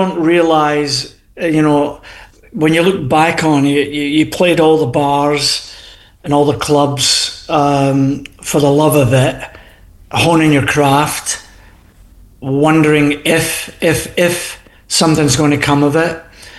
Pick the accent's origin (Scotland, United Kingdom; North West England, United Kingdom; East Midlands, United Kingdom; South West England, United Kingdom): Scotland, United Kingdom; now in Canada; Yeah, so you know, being Scottish